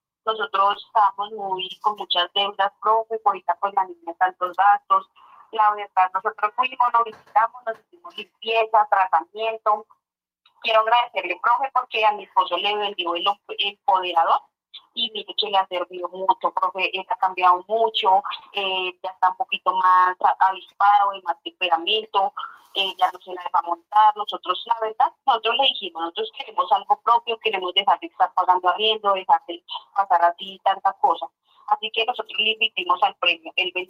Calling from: Macanal, Boyacá, Colombia; Desde Macanal, Boyacá, profe.

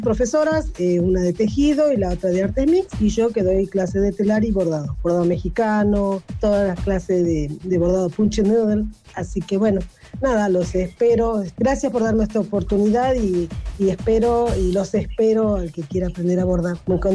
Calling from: Avellaneda, Buenos Aires Province, Argentina; soy profe de telar, bordados. Tengo un taller en Villa Domínico, soy de Avellaneda

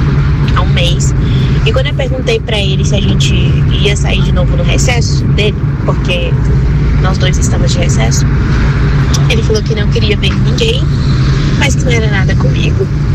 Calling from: Brasília, Federal District, Brazil; Sou aqui de Brasília

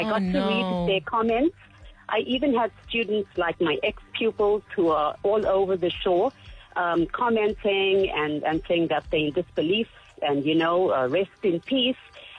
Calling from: Greytown, KwaZulu-Natal, South Africa; I didn't live in Durban. I'm from Greytown in KZN.

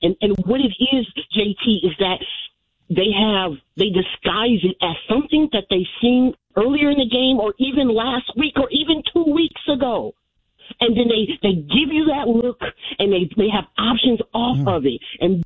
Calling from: Oakland, California, United States; I'm from Oakland.

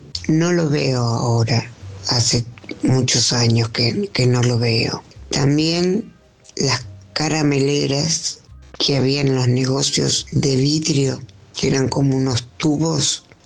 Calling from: Morón, Buenos Aires Province, Argentina; de Morón.

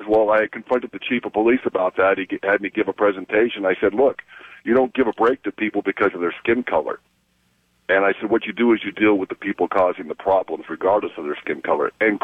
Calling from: Oceanside, California, United States; this is Oceanside, California

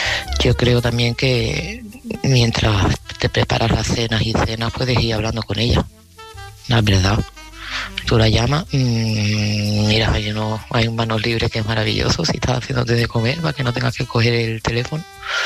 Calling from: Seville, Andalusia, Spain; de Sevilla y este mensaje va para Oscar.

